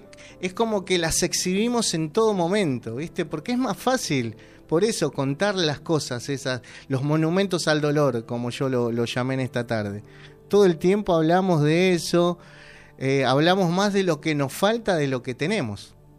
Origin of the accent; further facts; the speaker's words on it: Argentina; los argentinos somos especialistas en hacer monumentos